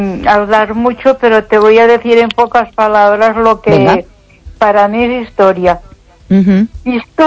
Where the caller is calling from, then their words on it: Ponferrada, Castile and León, Spain; Buenas noches, Esther. … de Ponferrada.